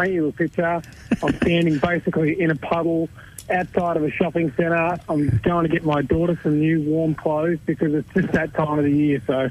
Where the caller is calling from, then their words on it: Victoria, Australia; I'm calling in from Victoria, sunny Victoria, mate.